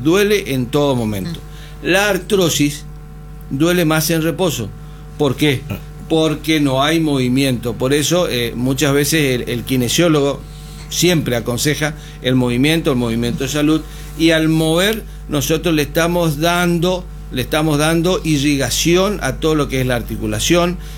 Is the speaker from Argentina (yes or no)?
yes; Argentina; Sí, somos argentinos